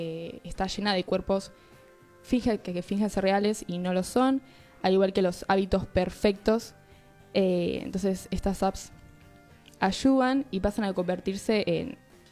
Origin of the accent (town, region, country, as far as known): Argentina